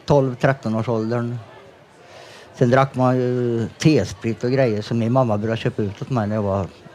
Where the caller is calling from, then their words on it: Lidköping, Västra Götaland County, Sweden; Jag kommer ifrån Lidköping.